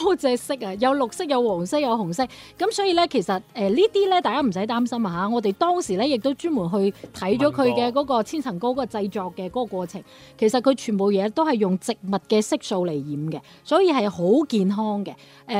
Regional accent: Guangdong, China; accent: Guangzhou Cantonese; 其實翻譯成咧，我哋廣州話就叫做乾撈麵

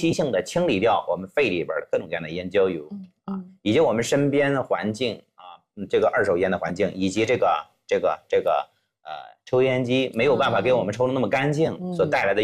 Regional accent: China; 他们反正也不知道我姓氏名谁，最多知道我是中国人，但是我跑了啊，你跑不了，

